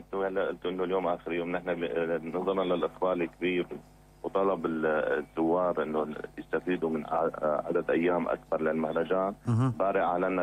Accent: Syria; عندنا بسوريا

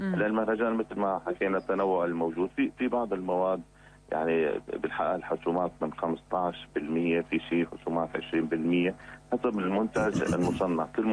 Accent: Syria; عندنا بسوريا

